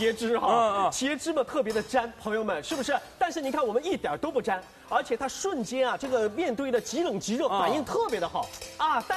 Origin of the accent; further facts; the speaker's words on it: Shanghai, China; 在弄堂长大，